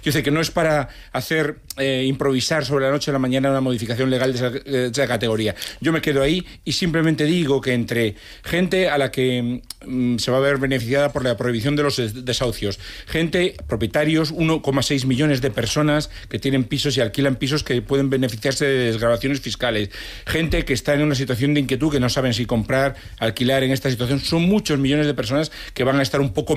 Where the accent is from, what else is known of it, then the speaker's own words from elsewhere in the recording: Ferrol, Galicia, Spain; Sí, además somos medio de Ferrol los dos. Bueno, que él nació en Vigo, pero